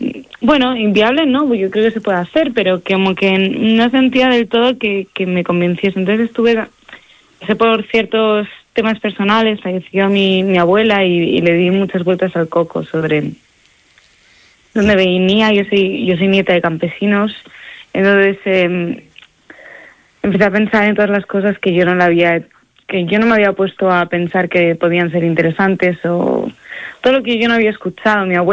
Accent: Catalonia, Spain; Soy un poquito charra. Sí. Soy también catalana, lo cual

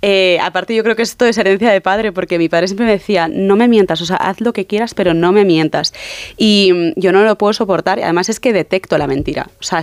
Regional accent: Barcelona, Catalonia, Spain; yo es que soy de Barcelona

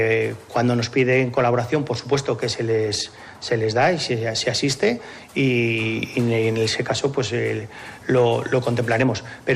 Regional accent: Segovia, Castile and León, Spain

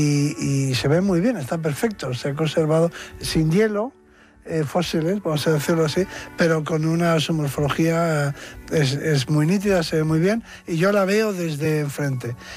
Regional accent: Bilbao, Basque Country, Spain; pero yo todavía he conocido de niño, en mi casa, en Bilbao, por ejemplo, no había frigoríficos, sino que había neveras

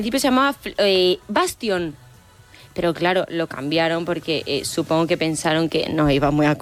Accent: Castile and León, Spain; Y si soy salmantina.

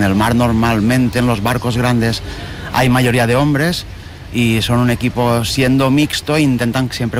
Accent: Balearic Islands, Spain; Siempre somos todos de Baleares

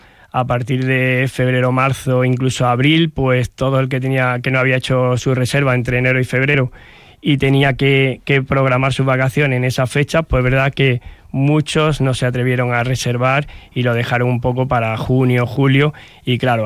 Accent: Málaga, Andalusia, Spain; que soy muy malagueño, muy de aquí, de la playa

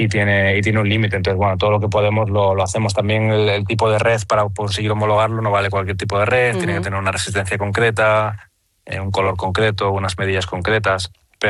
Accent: A Coruña, Galicia, Spain; y al final yo soy de La Coruña

